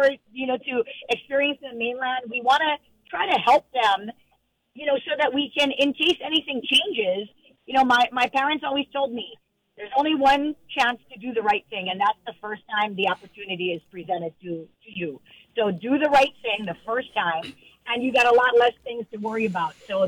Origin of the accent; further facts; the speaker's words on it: Pearl City, Hawaii, United States; I believe that as a local girl myself, you know, growing up in Pearl City, knowing the struggles of trying to get exposure